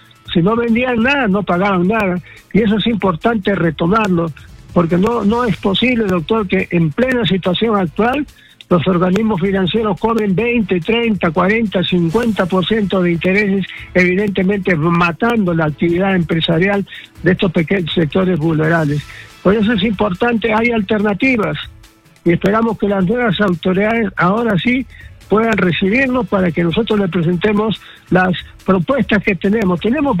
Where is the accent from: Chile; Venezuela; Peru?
Peru; somos peruanos